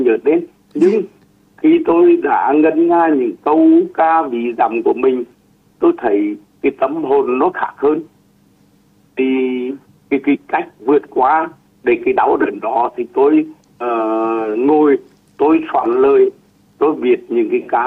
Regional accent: Nghệ An, Vietnam; born or raised there

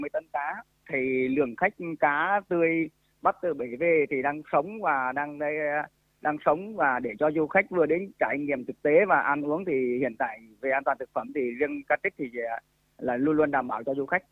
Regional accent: Thanh Hoa, Vietnam; born or raised there

